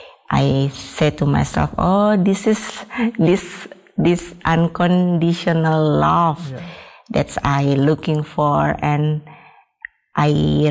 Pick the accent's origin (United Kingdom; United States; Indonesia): Indonesia; Bali; Yes, I am from Bali, so majority people there is Hindu. So I also came from Hindu background.